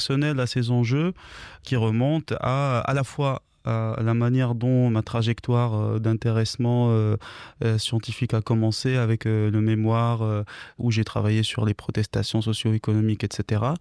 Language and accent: French; Tunisia; moi, j'avais 18 ans en 2011 quand il y a eu la révolution. Je suis tunisien